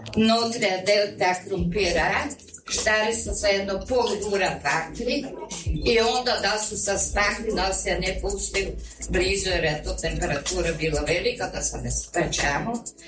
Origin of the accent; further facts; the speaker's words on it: Jerovec, Varaždin County, Croatia; accent: Jerovec dialect; now in Ivanec, Croatia; na svojem izvornom jerovskom govoru. Jer ja sam rođena u Jerovcu, ali već 60 godina živim u Ivancu.